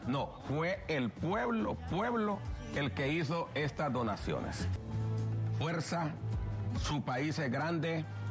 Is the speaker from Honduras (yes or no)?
yes; Honduras; Nosotros como hondureños aquí estamos viendo este proceso, no es nada fácil.